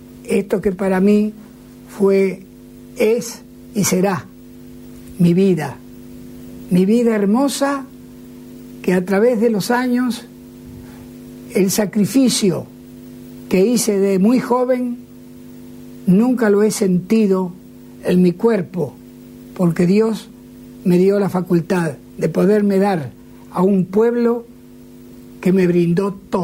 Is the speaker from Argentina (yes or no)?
yes; Argentina; que a través de él pude conocer otros países tan, tan hermosos como este, pero no tan querido para mí como mi Argentina.